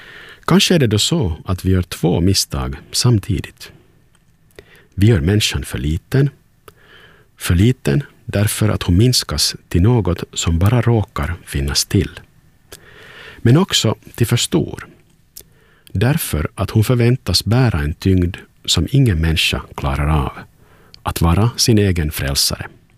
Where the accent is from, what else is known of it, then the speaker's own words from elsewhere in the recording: Turku, Southwest Finland, Finland; från Åbo och du lyssnar på Yle Vegas aftonandakt.